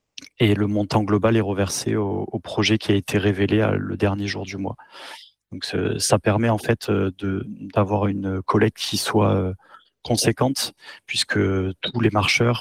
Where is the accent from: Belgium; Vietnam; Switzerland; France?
France; Montpellier, Occitanie; même les fondateurs, Eric et moi, on est même natifs de Montpellier.